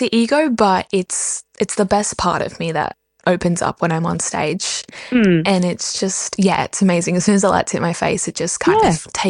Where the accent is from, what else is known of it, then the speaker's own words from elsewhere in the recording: Moree, New South Wales, Australia; they'd ask me where I was from, assuming I was from Sydney, and I'd be like, Moree